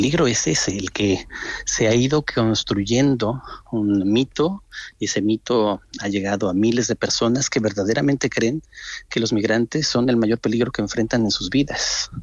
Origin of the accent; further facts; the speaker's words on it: Mexico; now in Madrid, Spain; soy mexicano y español y vivo en Madrid.